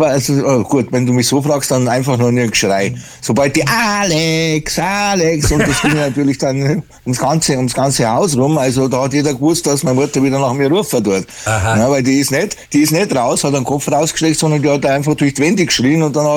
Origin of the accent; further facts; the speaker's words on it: Germany; born there; ich fühle mich natürlich, dass ich hier schon lange Jahre lebe und hier geboren bin, eher als mehr Deutsch als wie Italiener.